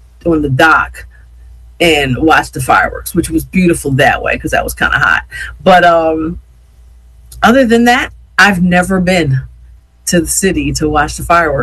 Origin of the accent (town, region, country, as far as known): Yeadon, Pennsylvania, United States; born or raised there